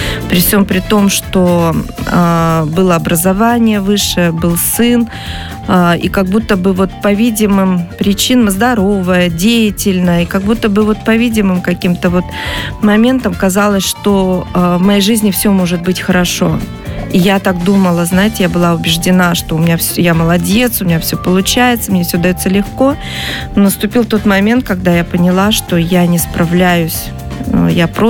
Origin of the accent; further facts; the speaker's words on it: Buryatia, Russia; Я прошла через шаманизм. Я вообще из Республики Бурятия. Там шаманизм, буддизм, это все процветает